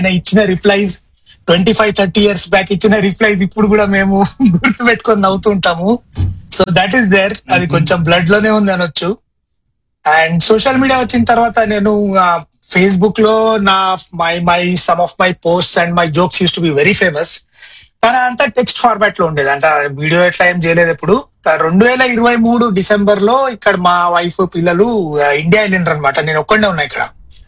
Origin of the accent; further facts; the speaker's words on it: Hyderabad, Telangana, India; So Hyderabad లో నేను పుట్టింది నారాయణగూడ, ఓకే, విఠల్వాడి నారాయణగూడ. అక్కడ ఒక 8-9, 9-10 ఇయర్స్ ఏజ్ వరకు అక్కడ ఉన్నా.